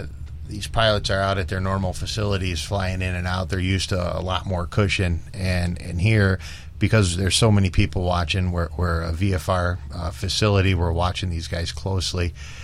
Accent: Chicago, Illinois, United States; Oh, you know, I come from Chicago, so everything is a high wing, a low wing, unless, of course, it's a Boeing 737.

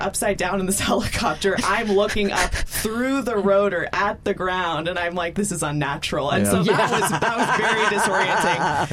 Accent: Los Angeles, California, United States; that's my community. I'm from Los Angeles.

